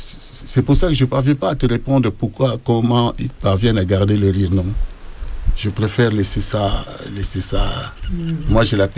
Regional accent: Kinshasa, DR Congo; born there; je suis né dans Léopoldville.

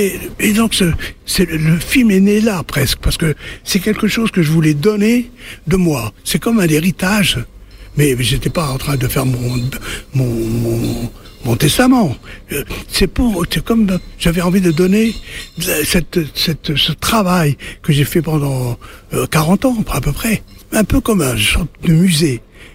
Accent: Algiers, Algiers Province, Algeria; Je suis né à Alger, dans la banlieue, pas loin de Belcourt, en 1948.

